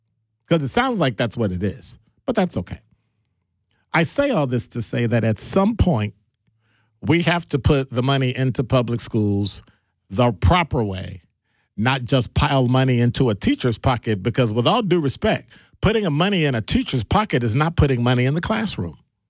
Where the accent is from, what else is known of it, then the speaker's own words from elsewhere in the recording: Chicago, Illinois, United States; Just growing up in Chicago.